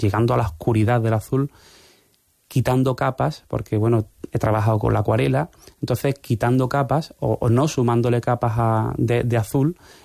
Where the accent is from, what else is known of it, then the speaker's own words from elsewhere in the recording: Algeciras, Andalusia, Spain; somos de Algeciras, el mar, el cielo